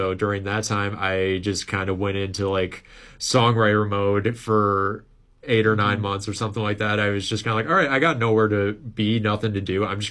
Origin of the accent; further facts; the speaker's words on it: Lakeville, Minnesota, United States; moved away as an adult; also born or lived in Mankato; now in Winona, United States; yeah, we're all from Lakeville. God. Yeah, we all went to Lakeville North together, so Jake and I were in the same grade.